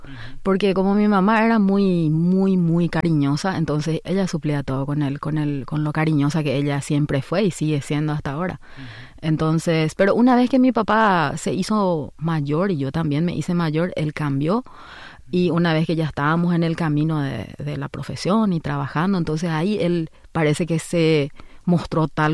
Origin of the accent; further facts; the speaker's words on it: Asunción, Paraguay; nací en Paraguay, en Asunción.